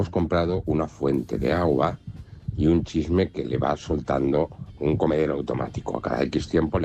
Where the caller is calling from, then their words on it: Mutilva, Navarre, Spain; A todo esto … de Mutilva.